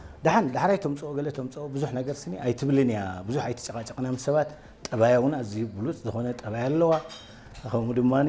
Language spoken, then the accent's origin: Tigrinya; Asmara, Maekel, Eritrea; ኣብ ኣክርያ ተወሊደ ዓብየ